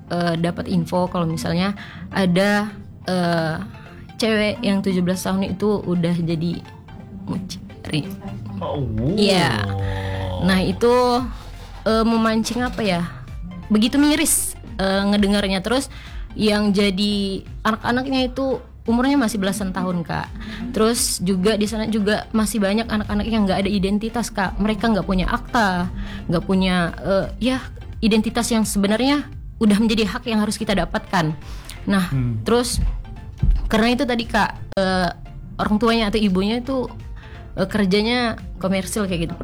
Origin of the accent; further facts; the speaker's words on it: Pontianak, West Kalimantan, Indonesia; ini kan lahir dan tumbuh di Pontianak Timur, khususnya di Jalan Tanjung Raya 1.